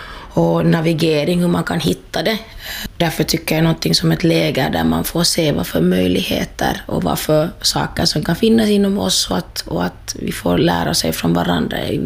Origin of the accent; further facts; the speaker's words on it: Helsinki, Uusimaa, Finland; alltså jag är från Helsingfors, och då när jag var yngre så fanns det liksom inga referenser för någon slags HBTQ+ eller queer-identitet alls.